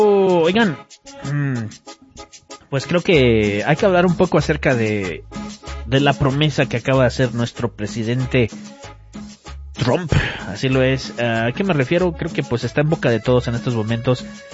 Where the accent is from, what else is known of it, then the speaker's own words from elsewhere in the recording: Monterrey, Nuevo León, Mexico; Y es que yo soy de Monterrey, ahí le decimos chorro.